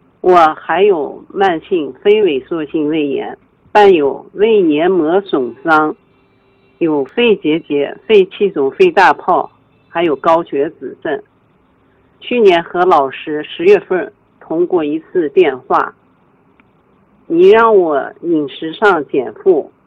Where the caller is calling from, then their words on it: Taiyuan, Shanxi, China; 我是来自山西省太原市人，今年61岁， … ，1965年农历3月初6晚